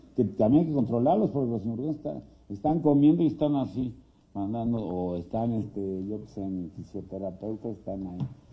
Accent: Mexico; Para mí, como mexicano, no hay mayor goce o disfrute que representar tu país en algo, en lo que sea, ¿no?

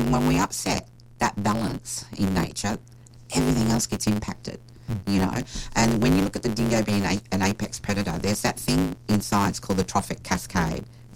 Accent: Tully, Queensland, Australia; born or raised there

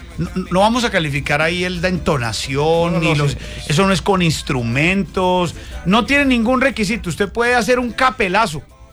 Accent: Santander, Colombia; nos puede servir a nosotros, como colombianos, como santanderianos, como carrangueros

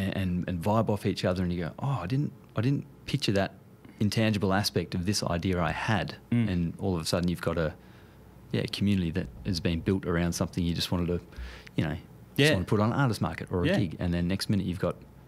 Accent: Deniliquin, New South Wales, Australia; I grew up in Denny

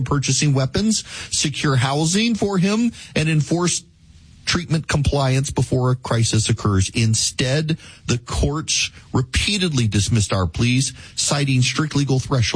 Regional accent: Jackson, Louisiana, United States; now in Georgia, United States; I am from Jackson, Louisiana. Those of you listening right now in Baton Rouge and Lafayette, you might know where Jackson is.

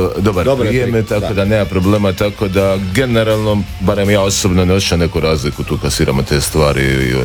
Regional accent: Dubrovnik, Dubrovnik-Neretva County, Croatia; Ja sam iz Dubrovnika

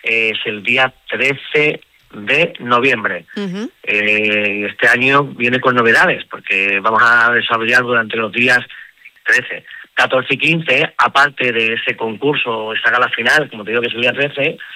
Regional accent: Extremadura, Spain; hablar de lo que más me gusta, del flamenco de mi tierra, de estos jaleos extremeños.

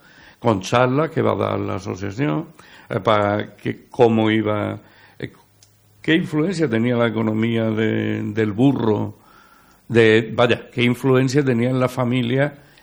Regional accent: Villanueva de Tapia, Andalusia, Spain; Nosotros somos malagueños, pero nos sentimos cordobeses y un poco también granaínos

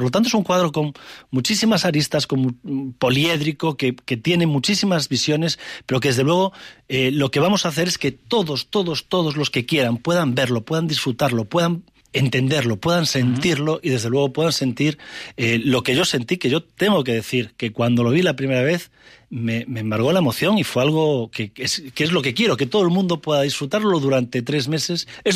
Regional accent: Galicia, Spain; esa emoción que como gallego tenemos que sentir al describir un momento dramático de nuestra historia, un momento que partió a Galicia en dos

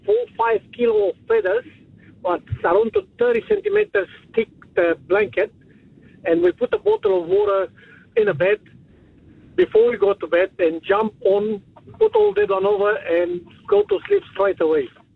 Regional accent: Romania; Now, you remember I'm from Romania. Now, in all the days in the communist time, in the winter time, we sleep in a cold room because there's no heating, all right?

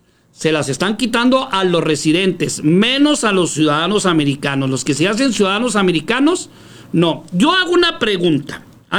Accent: Mexico; Yo exijo como mexicano le exijo a la presidenta de México

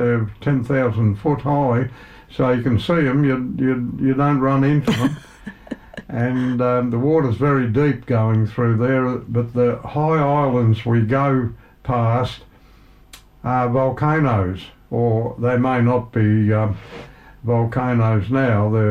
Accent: Australia; born there; I was born in Australia.

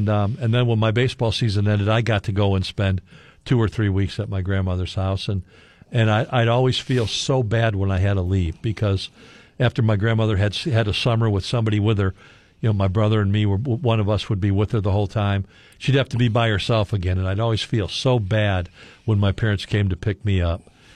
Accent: Lamont, United States; Except that in where I grew up in Lamont, population 5,000, we had three Catholic grammar schools.

